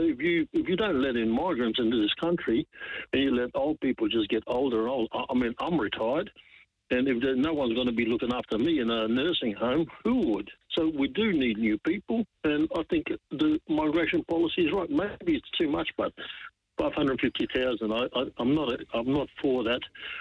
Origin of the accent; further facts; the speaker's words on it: Malta; moved away; I came from Malta in 1967. We were glad to come out here.